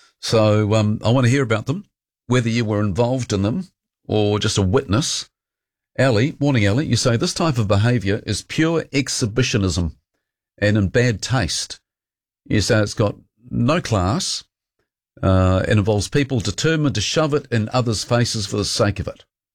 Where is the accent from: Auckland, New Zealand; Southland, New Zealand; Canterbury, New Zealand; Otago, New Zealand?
Otago, New Zealand; Dunedin; I grew up in Dunedin